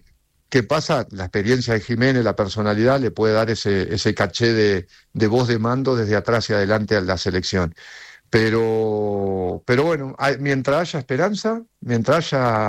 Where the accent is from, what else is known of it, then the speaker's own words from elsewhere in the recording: Uruguay; A ver, nosotros como uruguayos, a ver, sabemos que el público uruguayo es un público muy crítico